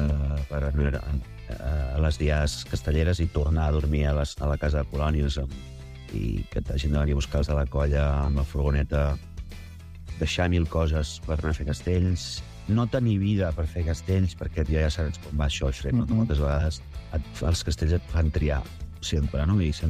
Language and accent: Catalan; Gelida, Catalonia, Spain; els Vailets de Gelida, que és la colla del meu poble